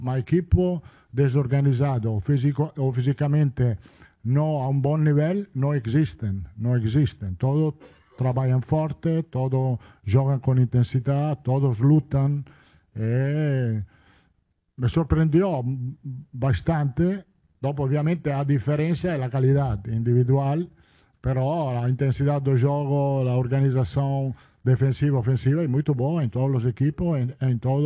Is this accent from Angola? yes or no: no; Italy; Portuguese is a second language; now in Brazil